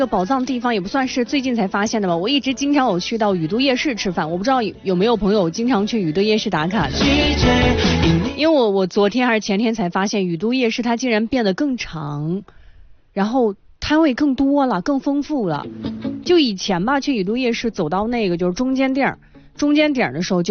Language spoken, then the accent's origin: Chinese; Xinjiang County, Shanxi, China; 我老家在新疆嘛，新疆和侯马呀临汾啊就挨着呢